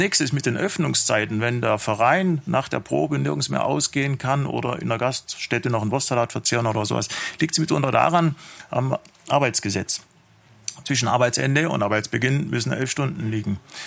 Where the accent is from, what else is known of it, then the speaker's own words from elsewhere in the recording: Hagnau am Bodensee, Baden-Württemberg, Germany; ich komme aus Hagenau am Bodensee.